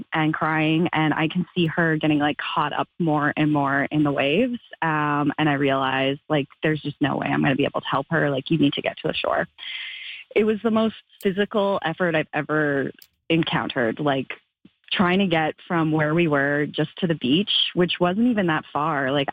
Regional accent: Manitoba, Canada; But I'm from Manitoba. I don't have a ton of experience with the ocean.

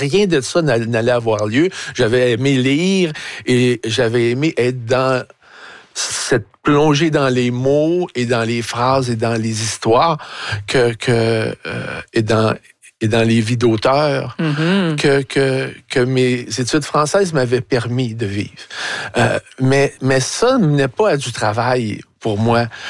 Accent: Montreal, Quebec, Canada; je viens aussi de là. Mm-hmm. Sauf que je venais d'ailleurs, moi. Je venais du sous-sol de Montréal-Nord où, dès l'enfance, j'achetai

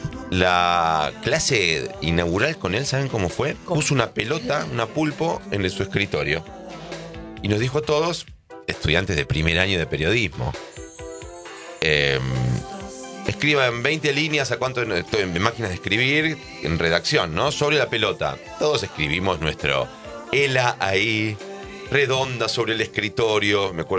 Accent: Buenos Aires, Argentina; yo no puede ser que sea un argentino bastante tanguero como porteño, que me gusta el tango y no haya jugado a la quiniela.

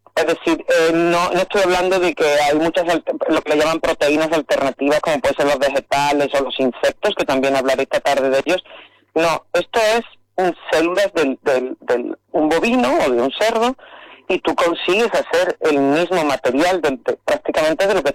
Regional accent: Posadas, Andalusia, Spain; now in Mexico; yo trabajo en México, pero soy de Posadas.

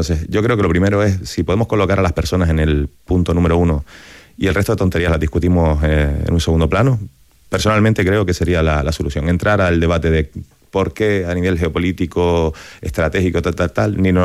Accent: Canary Islands, Spain; siendo canario un pueblo que ha emigrado y que ha recibido mucha inmigración y del que me siento orgulloso

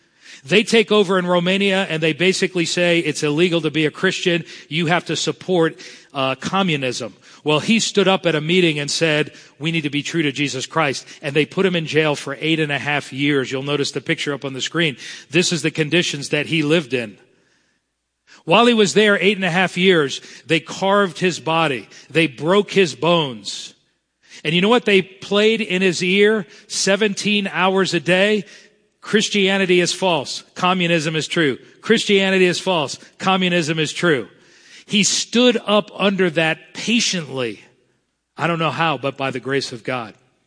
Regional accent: Florida, United States; I don't know much about farming because I grew up in South Florida

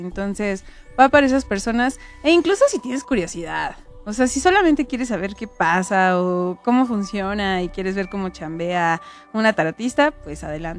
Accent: Puebla, Mexico; Sí, soy hija de San Manuel.

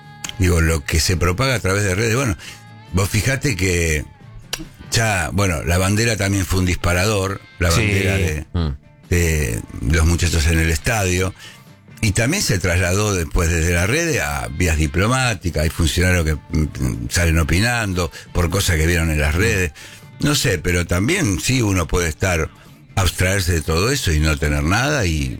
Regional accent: Argentina; como medio argentina, ¿viste? Que somos

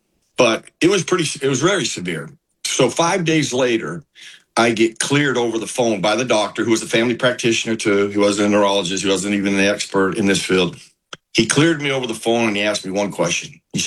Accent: Pittsburgh, Pennsylvania, United States; Because I come from Pittsburgh, where we were doing cognitive testing before the season

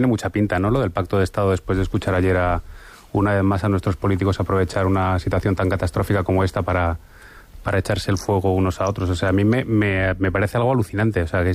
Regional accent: Valencian Community, Spain; O sea, yo recuerdo, soy valenciano

